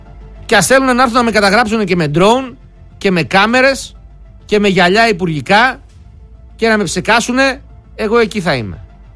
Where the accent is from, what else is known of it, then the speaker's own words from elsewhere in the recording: Thessaloniki, Central Macedonia, Greece; εγώ είμαι Θεσσαλονικιός